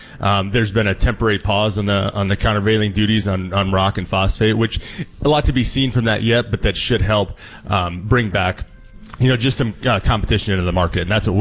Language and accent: English; South Dakota, United States; I'm from West River, you know, so we're used to lack of rainfall and things like that.